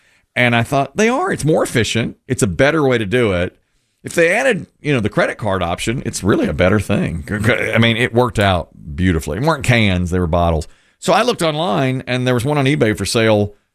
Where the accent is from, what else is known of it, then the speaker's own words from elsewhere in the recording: Asheboro, North Carolina, United States; My daughter told me last night that Caleb, the kid from Ashboro, my hometown, who was on Love Island, is now off the island.